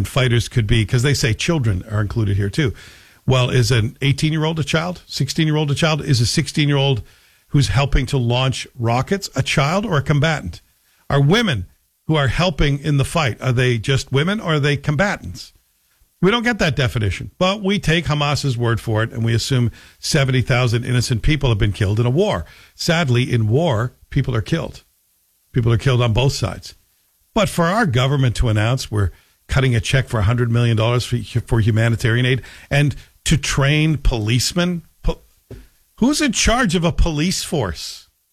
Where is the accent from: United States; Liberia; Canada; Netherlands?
Canada; as a Canadian, I'd be happy to spend that part of my tax dollars.